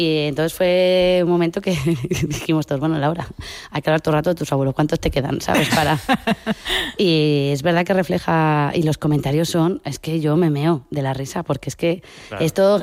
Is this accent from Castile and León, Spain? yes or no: yes; Burgos, Castile and León, Spain; Y la piloto Cristina Gutiérrez, que también es de Burgos.